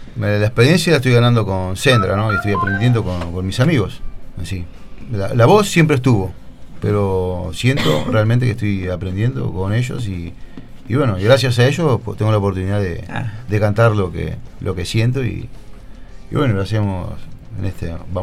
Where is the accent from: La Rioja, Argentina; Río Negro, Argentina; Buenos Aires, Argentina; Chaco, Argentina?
Buenos Aires, Argentina; Yo que soy de Argentina, de Buenos Aires